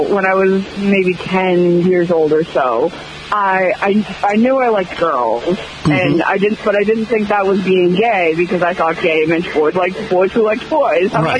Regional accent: Middleborough, Massachusetts, United States; I grew up in Middleborough. Middleborough is a bit of a small rural community, not a lot of queer scene here

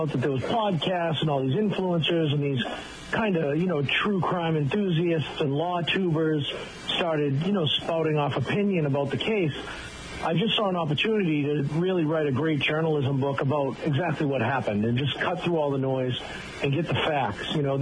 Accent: Brockton, Massachusetts, United States; I grew up in Brockton

